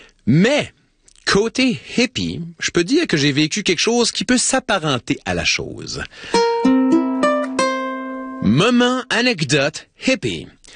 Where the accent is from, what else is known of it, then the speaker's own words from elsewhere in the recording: Tracadie-Sheila, New Brunswick, Canada; j'ai un petit accent spécial. Fait que je me pars ma propre compagnie de théâtre. Puis mon premier contrat, c'est une amie de ma mère à Tracadie-Shaila, ma ville natale